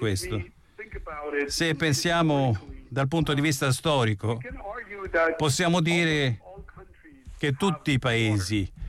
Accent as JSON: {"language": "Italian", "country": "Iran", "second_language": "Italian", "said": "arlavo del mio paese, l'Iran, dove il problema dell'acqua risaliva a 50 anni fa."}